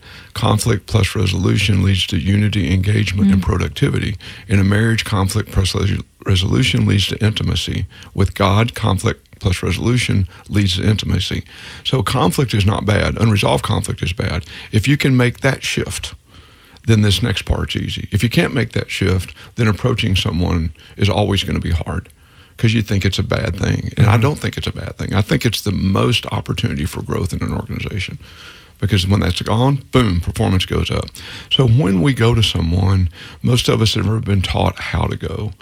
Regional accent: Texas, United States; I'm a Texan

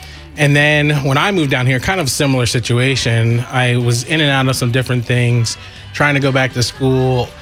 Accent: Philadelphia, Pennsylvania, United States; moved away; I'm originally from Pennsylvania.

